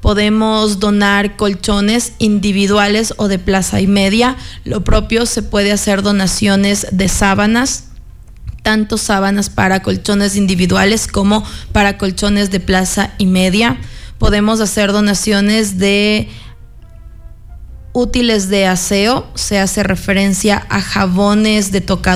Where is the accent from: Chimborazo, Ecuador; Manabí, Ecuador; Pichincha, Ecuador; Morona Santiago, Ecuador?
Chimborazo, Ecuador; Riobamba; todos quienes somos parte de la Sultana de los Andes, de la provincia de Chimborazo